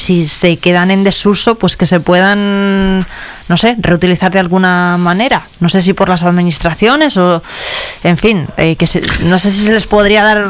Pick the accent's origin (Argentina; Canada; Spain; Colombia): Spain; Cevico de la Torre, Castile and León; en Cevico de la Torre, en mi pueblo